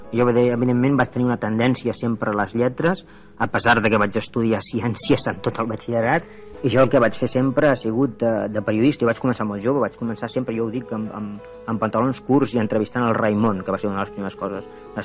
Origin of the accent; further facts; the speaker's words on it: Sabadell, Catalonia, Spain; Jo sóc fill de Sabadell d'una família de classe modesta, proletària, i efectivament, vull dir, a Sabadell, doncs, que ja en fàbriques tèxtils